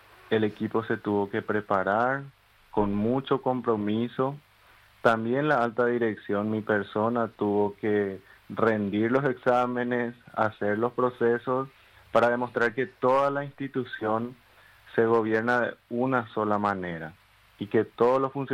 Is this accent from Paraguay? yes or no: yes; Paraguay; como paraguayos tenemos que sentirnos muy orgullosos por este logro